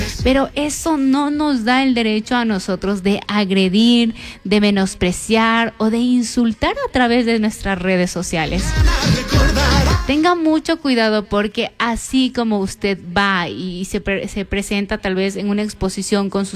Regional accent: Ecuador; así somos los ecuatorianos

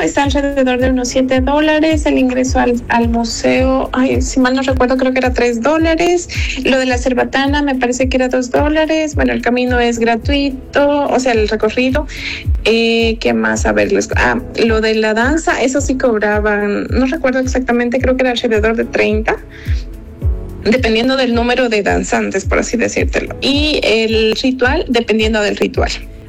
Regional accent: Ecuador; De hecho, nuestro país es pluricultural, entonces eso es lo que da valor a nosotros como ecuatorianos.

